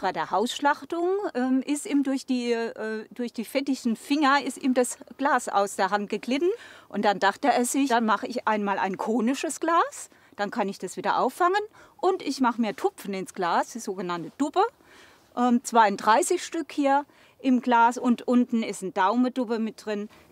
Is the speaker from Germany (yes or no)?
yes; Rhineland-Palatinate, Germany; Bei uns in der Pfalz sagt man, wenn die Wurst zu dick ist wie's Brot, dann ist Wurst wie dicks Brot ist.